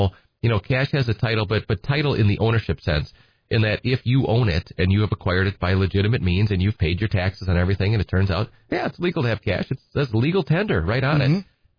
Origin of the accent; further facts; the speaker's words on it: Edgar, Wisconsin, United States; also born or lived in Minneapolis, Minnesota; now in Wausau, United States; I'm from Edgar originally, and, you know, good hometown Wisconsin Badger. My undergrad is from Madison, but I'm from Edgar. I wanted to see what it was like to live in a big city.